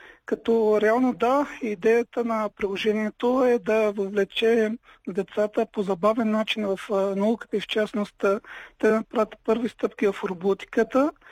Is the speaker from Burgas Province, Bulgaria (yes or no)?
no; Slashten, Blagoevgrad Province, Bulgaria; moved away; в роден край, в начало в родното ми село Слащен